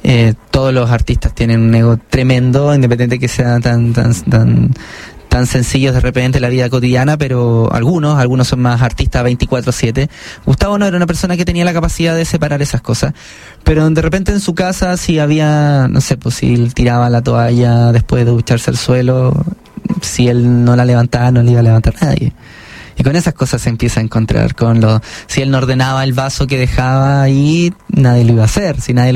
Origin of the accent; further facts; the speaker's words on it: Chile; ¿Por qué me encuentro con yo vengo de Chile?